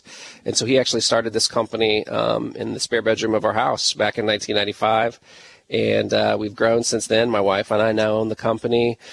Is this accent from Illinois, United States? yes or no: yes; Jacksonville, Illinois, United States; now in Springfield, United States; That's my hometown, Jacksonville.